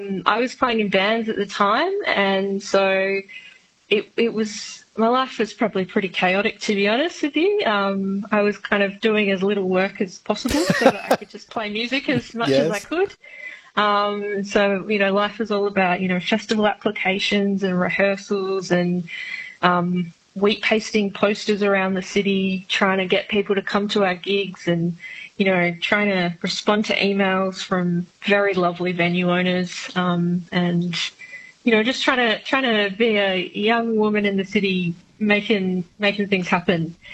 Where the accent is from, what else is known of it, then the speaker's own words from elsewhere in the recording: Albany, Western Australia, Australia; So I grew up in the Porongrops down near Albany, and I started getting guitar lessons at 8.